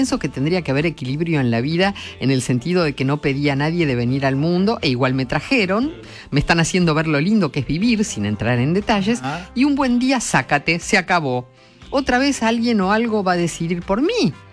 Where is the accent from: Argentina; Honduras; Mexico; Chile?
Argentina; Eldorado, Misiones; De El Dorado, Misiones.